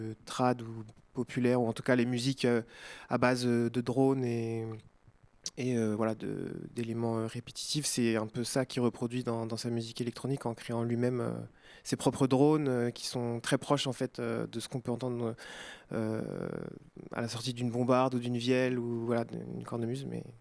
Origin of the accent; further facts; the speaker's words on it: Brittany, France; moi, ça, je suis breton, mes parents et mes grands-parents aussi, pour le coup. Et du coup, j'ai un peu baigné dans la musique bretonne quand j'étais enfant.